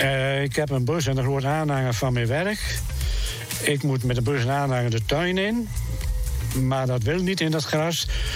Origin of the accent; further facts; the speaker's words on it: Kolderveen, Drenthe, Netherlands; Ik kom van Kolderveen, ja. Ik ben er ook geboren.